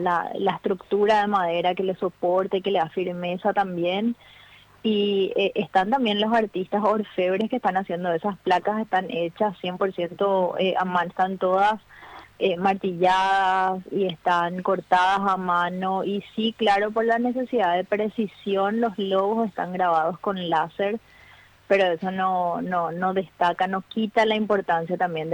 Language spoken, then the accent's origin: Spanish; Paraguay